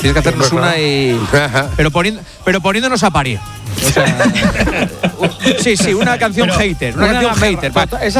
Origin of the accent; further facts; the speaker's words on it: Gijón, Asturias, Spain; No, no como yo, que soy de Gijón y soy un saborío que vamos.